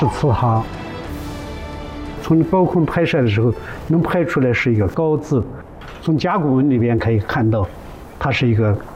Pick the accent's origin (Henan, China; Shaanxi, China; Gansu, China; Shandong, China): Gansu, China; 就是对方的一个首领，他的一个妻子是我们甘肃人